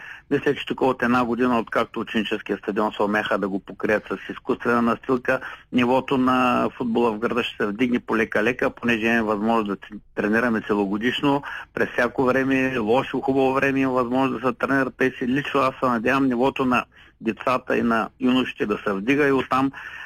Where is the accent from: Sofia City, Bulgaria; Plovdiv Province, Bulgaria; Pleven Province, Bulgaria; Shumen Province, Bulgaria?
Shumen Province, Bulgaria; Shumen; с отбора на родния ми град Шумен